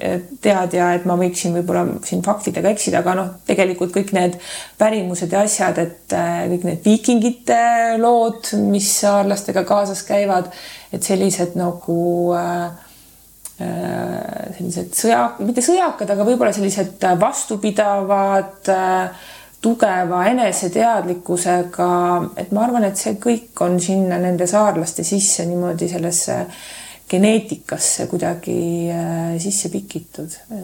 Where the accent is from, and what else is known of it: Saare County, Estonia